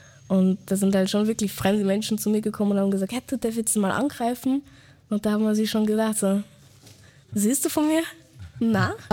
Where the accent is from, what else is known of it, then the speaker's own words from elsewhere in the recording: Vöcklabruck, Upper Austria, Austria; born there; ich bin Österreicherin, ich schaue zwar nicht so aus, aber so, ich bin's, ich bin in Vöcklabruck geboren und ja. Und dann muss ich dann halt auch nur so erklären, ja, mein Papa kommt aus Afrika und meine Mama ist Österreicherin.